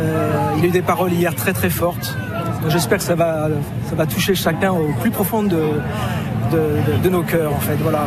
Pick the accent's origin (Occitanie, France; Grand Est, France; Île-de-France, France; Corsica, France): Île-de-France, France; Des Yvelines.